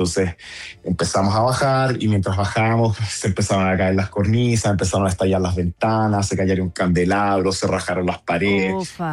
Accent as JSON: {"language": "Spanish", "country": "Chile", "said": "Yo, como chileno, esperé un rato, típico"}